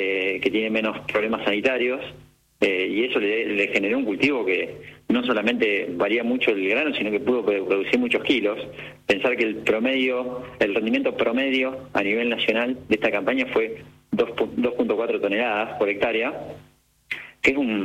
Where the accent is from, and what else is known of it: Argentina